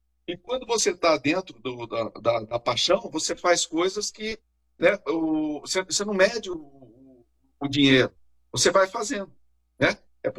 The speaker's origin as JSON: {"language": "Portuguese", "town": "Cascavel", "region": "Paraná", "country": "Brazil", "said": "Pois é, nós somos de Cascavel, aqui no oeste paranaense. Aqui é uma cidade de 300 e poucos mil habitantes."}